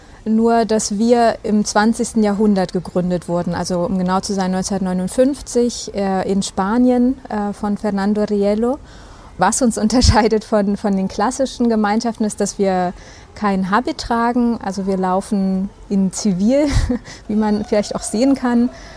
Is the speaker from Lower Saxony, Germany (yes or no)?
no; Fürstenwalde, Brandenburg, Germany; Also ich bin in Fürstenwalde aufgewachsen, nicht geboren, um genau zu sein, aber ich war mein ganzes Leben lang sozusagen in Fürstenwalde. Meine Familie ist nicht katholisch, sondern atheistisch, wie das auch eigentlich damals in Fürstenwalde normal war.